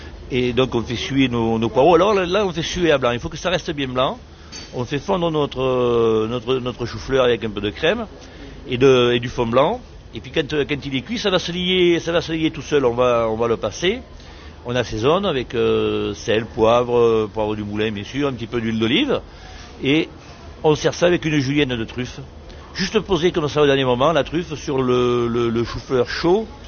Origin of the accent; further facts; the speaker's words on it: Provence-Alpes-Côte d'Azur, France; chez nous en Provence, on a beaucoup de légumes et de bons légumes.